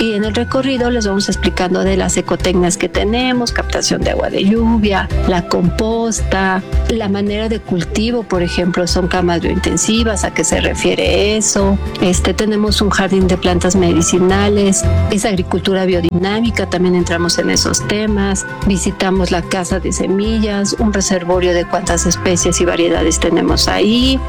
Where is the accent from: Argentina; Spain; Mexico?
Mexico